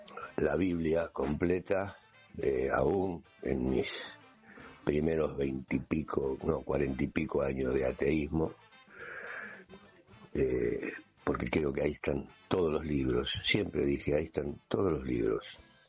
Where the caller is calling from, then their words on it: Buenos Aires, Argentina; de Flores.